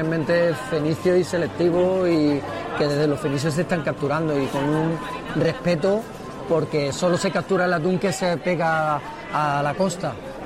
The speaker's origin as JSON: {"language": "Spanish", "town": "Barbate", "region": "Andalusia", "country": "Spain", "said": "Yo en Cádiz, yo soy de Barbate"}